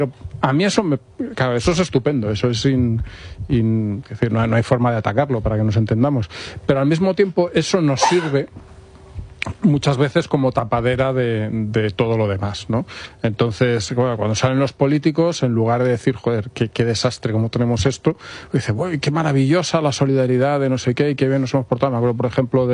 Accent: Spain; los españoles somos gente normal.

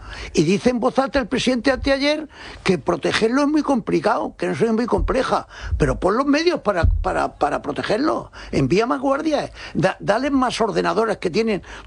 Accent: Ceuta, Spain; Bueno, yo soy ceutí y juro ante la patrona de Ceutí que yo y mis hijos y mis nietos no votarán al PSOE.

